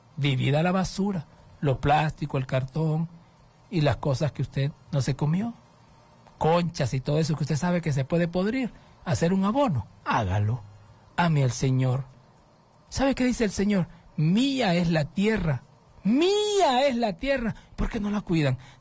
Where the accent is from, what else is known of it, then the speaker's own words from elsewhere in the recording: Honduras; pues yo soy ciudadano hondureño.